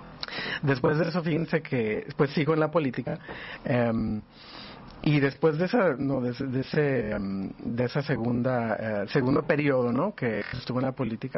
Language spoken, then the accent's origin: Spanish; Los Angeles, California, United States; estaba lejos de Los Ángeles, como crecí en Los Ángeles